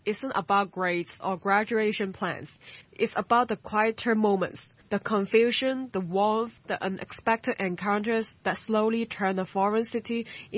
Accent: Hong Kong; born and raised in Hong Kong.

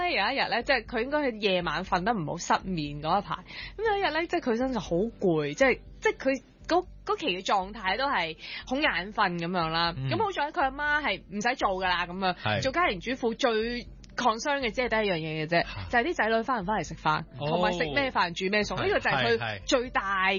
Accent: Hong Kong

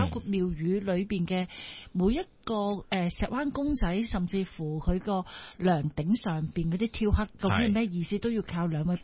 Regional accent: Hong Kong; 我哋香港人

